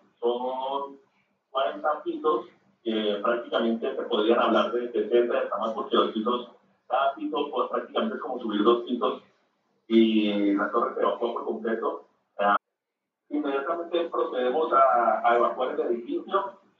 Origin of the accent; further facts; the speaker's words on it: Cali, Valle del Cauca, Colombia; estoy seguro como caleño y te lo aseguro, quisieran que la alegría de Cali volviera